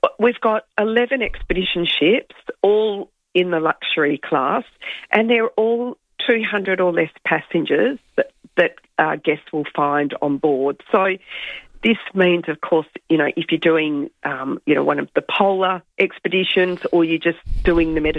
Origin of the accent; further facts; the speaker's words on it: Western Australia, Australia; Being a West Australian, I've been up at least 20 times.